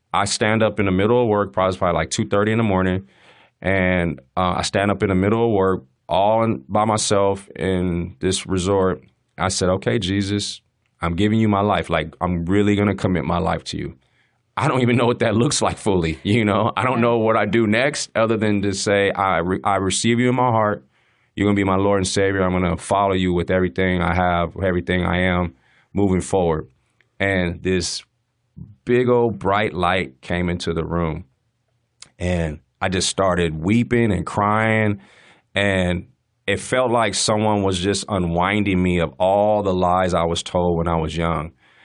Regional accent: San Diego, California, United States; You know, there's a lot of that stuff growing up in California, in San Diego.

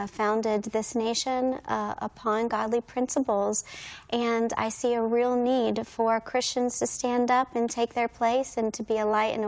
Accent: United States; and I was inspired as an American.

